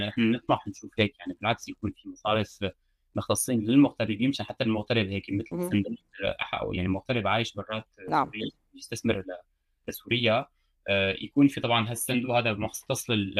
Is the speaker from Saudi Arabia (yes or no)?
no; France; أنا أول كبرت هون … أنا اسمي فرنسي والأتات يعني سوري.